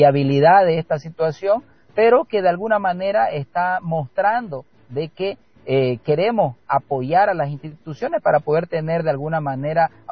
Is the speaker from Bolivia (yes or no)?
yes; Santa Cruz, Bolivia; hacer prevalecer nuestros derechos como cruceño